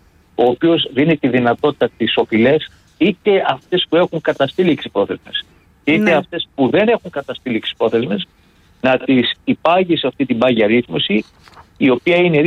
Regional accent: Spetses, Attica, Greece; Έχετε επαφή από τις Σπέτσες. Έχετε επαφή με το νησί μου.

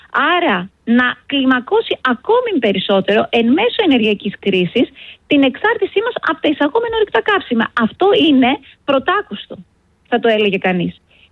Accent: Kozani, Western Macedonia, Greece; Εγώ είμαι από την Κοζάνη, μένω στην Κοζάνη.

